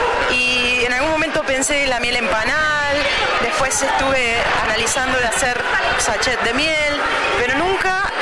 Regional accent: Arata, La Pampa, Argentina; born there; yo nací en Arata, hija de Hugo, muy bien lo decís, un apicultor muy apasionado.

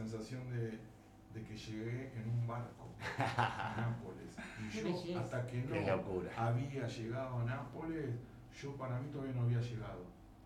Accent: Argentina; born there; yo soy un italiano nacido en Argentina, que soy italiano porque, no porque nací en Italia, sino que Italia nació adentro de mí

